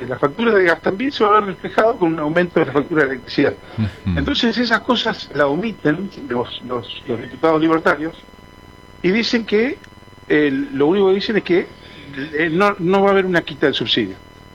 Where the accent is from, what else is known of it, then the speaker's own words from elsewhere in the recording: Río Grande, Tierra del Fuego, Argentina; born there; soy nacido en Río Grande y amo mi lugar